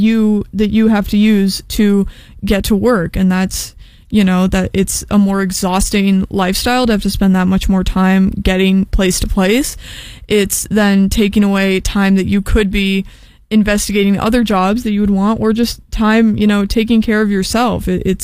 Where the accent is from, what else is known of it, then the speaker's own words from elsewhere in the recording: Des Moines, Iowa, United States; moved away as an adult; now in Cleveland, United States; But I'm almost positive that my hometown in Iowa